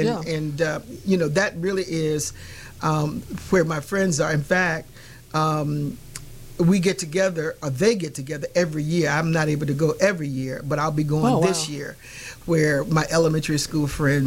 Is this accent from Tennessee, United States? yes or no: no; Winter Park, Florida, United States; moved away; I was raised in Winter Park, Florida.